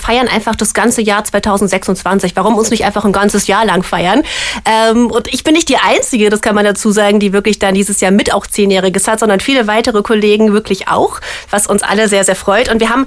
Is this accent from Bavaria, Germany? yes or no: no; Bonn, North Rhine-Westphalia, Germany; Ich bin selber auch Rheinländerin, so Urbonnerin.